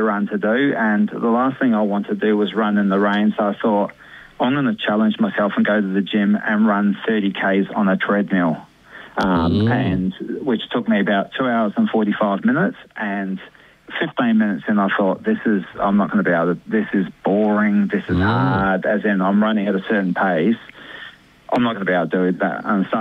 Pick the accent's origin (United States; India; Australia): Australia; Lobethal, South Australia; also born or lived in Mallala, South Australia; now in Surf Coast, Australia; I grew up in South Australia. Junior football in Lobethal, a town up in the Adelaide Hills